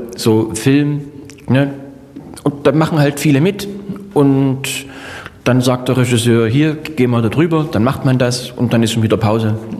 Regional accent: Saxony, Germany; born there; now in Dresden, Germany; mein Lebensmittelpunkt ist ja mittlerweile Dresden. Ich bin ja im Vogtland geboren, ich bin gerne dort geboren

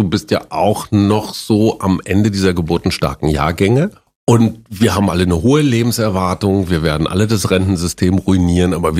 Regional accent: Münster, North Rhine-Westphalia, Germany; Die städtischen Bühnen in Münster, meiner Heimatstadt in Westfalen, lagen direkt gegenüber vom Verlagsgebäude der Münsterischen Zeitung.

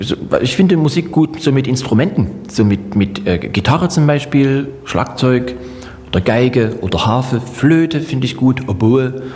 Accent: Plauen, Saxony, Germany; born there; now in Dresden, Germany; mein Lebensmittelpunkt ist ja mittlerweile Dresden. Ich bin ja im Vogtland geboren, ich bin gerne dort geboren

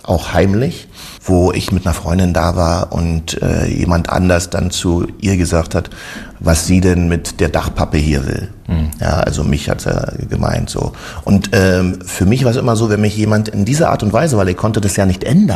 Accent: Germany; Da gab es ja jetzt noch nicht so bei uns in der DDR Videos und so, aber um mal zu verraten, wir haben schon Möglichkeiten gehabt

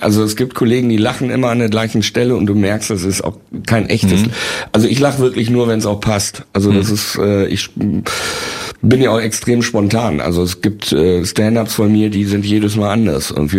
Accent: Bielefeld, North Rhine-Westphalia, Germany; Ich bin ja Bielefelder

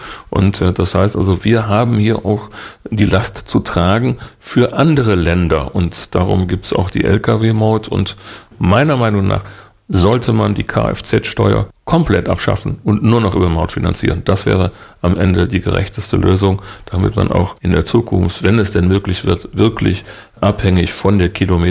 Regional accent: Duisburg, North Rhine-Westphalia, Germany; In Duisburg, wo ich herkomme, haben wir eine Brücke

